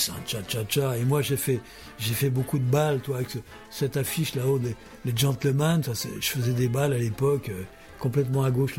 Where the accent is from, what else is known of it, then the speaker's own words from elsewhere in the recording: Dreux, Centre-Val de Loire, France; born there; moi je suis né à Dreux